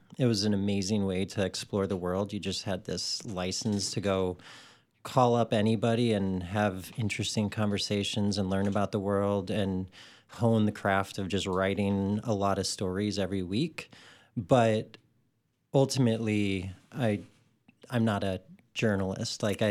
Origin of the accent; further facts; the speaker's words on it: St. Louis, Missouri, United States; moved away as an adult; now in Viroqua, United States; I grew up in St. Louis, Missouri.